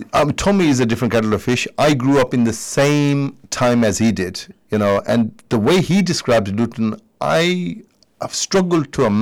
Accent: Pakistan; now in United Kingdom; I continued being a Muslim, I continued being a Pakistani

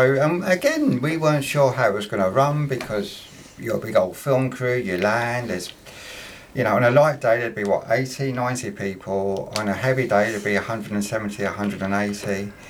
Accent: London, United Kingdom; because we're not from Luton. Imran and I are both from London.

